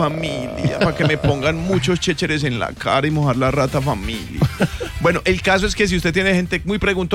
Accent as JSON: {"language": "Spanish", "town": "Cali", "region": "Valle del Cauca", "country": "Colombia", "said": "yo soy de Cali"}